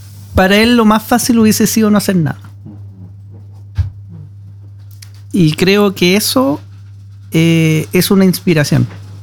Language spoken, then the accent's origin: Spanish; Chile; si es noruego, si es castellano, si es portugués, pero somos chilenos.